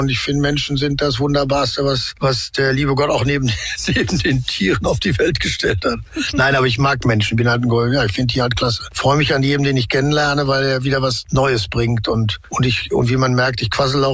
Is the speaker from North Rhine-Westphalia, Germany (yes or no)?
yes; North Rhine-Westphalia, Germany; Ich bin halt im Ruhrgebiet aufgewachsen, da trägt man das Herz auf der Zunge und da gibt es eine schnelle, knackige Ansprache